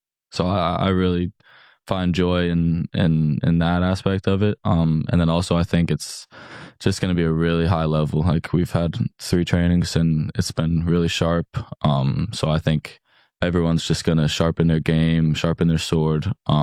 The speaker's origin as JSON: {"language": "English", "town": "Boston", "region": "Massachusetts", "country": "United States", "tie": "born there"}